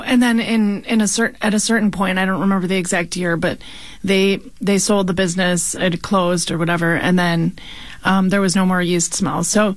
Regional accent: Milwaukee, Wisconsin, United States; I grew up in Milwaukee

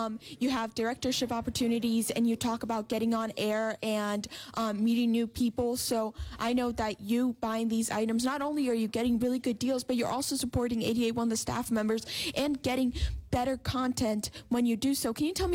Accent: Brazil; moved away; I was born and raised in Brazil

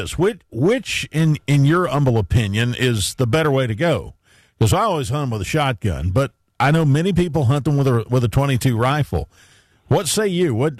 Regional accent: Virginia, United States; when I was growing up in Virginia, their season always opened on September 15th.

